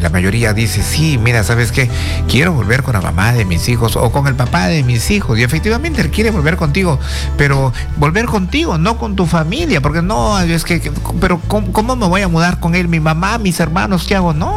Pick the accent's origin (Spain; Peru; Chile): Peru; Talara, Piura; yo soy del norte, ¿no? Yo soy de Talara, de Cabo Blanco, del Alto Órgano, de Lobitos.